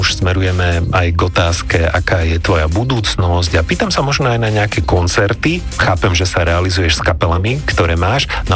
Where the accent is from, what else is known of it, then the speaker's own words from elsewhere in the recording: Banská Bystrica, Banská Bystrica Region, Slovakia; now in Bratislava, Slovakia; ja som z Banskej Bystrice, takže ja poznám región, aj keď teda je to trošku vzdialenejšie. Rodičov mám akurát vo Zvolene, aj keď som ja už dlhší čas v Bratislave, než teda som strávil na strednom Slovensku